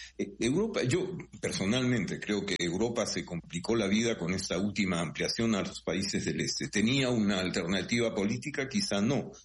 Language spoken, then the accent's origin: Spanish; United Kingdom; para mí, que soy británico